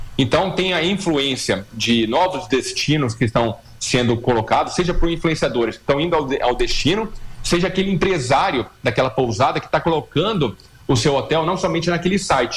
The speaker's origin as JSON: {"language": "Portuguese", "region": "Rio de Janeiro", "country": "Brazil", "said": "eu sou carioca"}